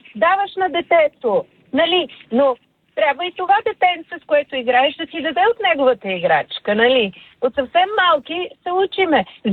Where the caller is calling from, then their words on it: Sofia, Sofia City, Bulgaria; от София.